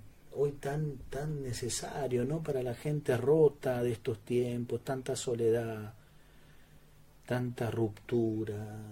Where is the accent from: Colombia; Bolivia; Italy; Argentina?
Argentina; Así que casi te estaba por responder como un argentino en el mundial, que somos lo más, que tenemos a Messi